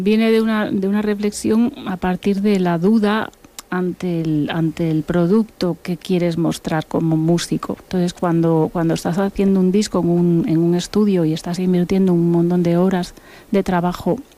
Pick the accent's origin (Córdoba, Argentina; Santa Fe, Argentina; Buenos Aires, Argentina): Buenos Aires, Argentina; born there; El castellano, que es mi lengua madre. El gallego, que por casi no lengua madre, diríamos lengua abuela, porque yo nací en Buenos Aires